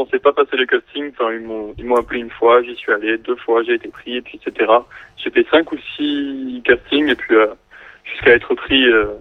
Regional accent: Toulouse, Occitanie, France; je suis toulousain. Oui. Mais j'ai vraiment fait le tour de la ville depuis des années que j'y vis.

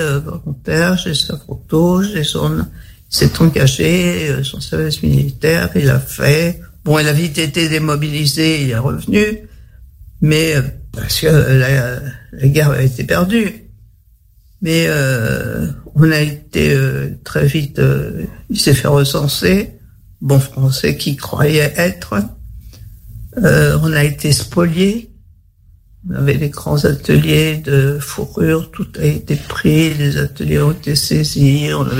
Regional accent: Paris, Île-de-France, France; born there; Alors, je suis née à Paris. Je suis française de naissance. Mon père est né dans la partie polonaise-ukrainienne

